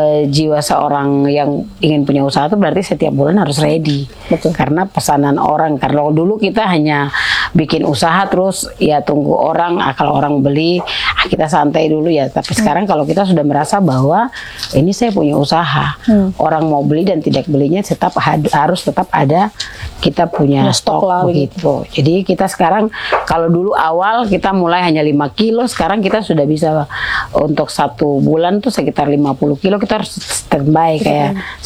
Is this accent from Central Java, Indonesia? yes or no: no; Papua, Indonesia; Karena memang dari dulu kita orang Papua ada sebagian suku yang memang punya garamnya tuh itu.